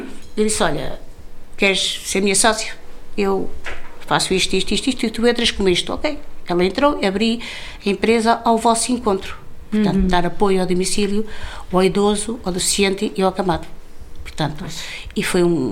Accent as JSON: {"language": "Portuguese", "region": "Algarve", "country": "Portugal", "lives_now": "Setúbal, Portugal", "said": "Entretanto, venho do Algarve, e onde hoje estou na minha casa em Setúbal, e vou trabalhar para o Hospital Setúbal"}